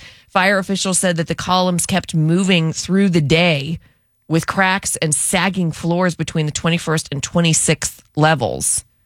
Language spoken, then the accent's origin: English; Pittsburgh, Pennsylvania, United States; we're from Pittsburgh.